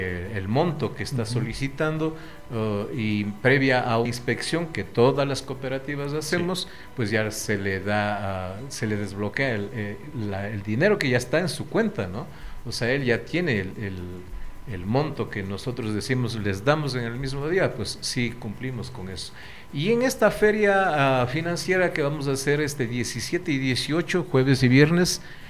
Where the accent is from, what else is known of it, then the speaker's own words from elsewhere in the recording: Ecuador; todos somos ecuatorianos